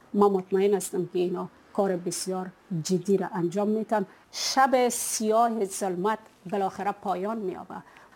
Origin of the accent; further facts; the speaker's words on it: Afghanistan; چون خب من فکر میکنم که یگانه و اولین خبرنگار از افغانستان هستم که کارت سالانه ناتو و اتحادیه اروپا را دارم.